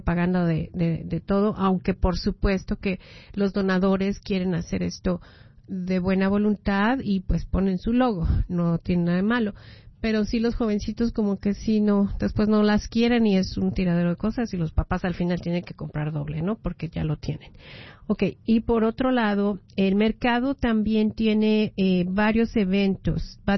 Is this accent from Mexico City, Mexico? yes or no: yes; Mexico City, Mexico; moved away; Ah, yo soy de la Ciudad de México, así que pues mi mero mole.